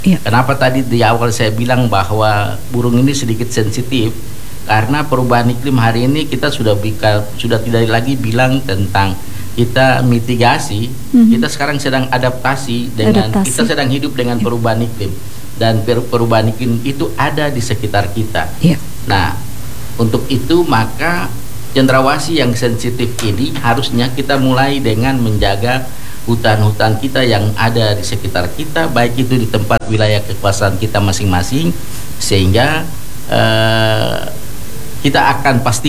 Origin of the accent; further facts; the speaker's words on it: Papua, Indonesia; diri kita sebagai orang Papua yang ada di atas tanah ini